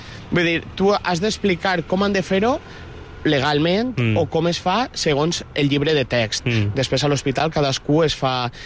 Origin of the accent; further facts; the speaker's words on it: Valencian Community, Spain; els valencians com a... tinguem una cosa molt bonica, que és l'idioma, tinguem el valencià